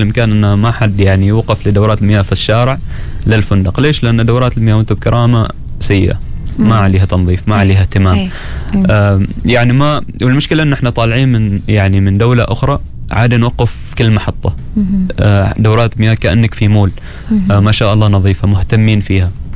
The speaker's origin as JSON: {"language": "Arabic", "country": "Oman"}